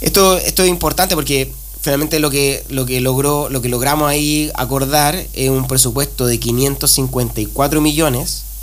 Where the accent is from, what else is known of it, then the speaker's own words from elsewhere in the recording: Aysén, Chile; nosotros como chilenas, como chilenos, ¿cierto?, y habitantes de la región de Aysén en particular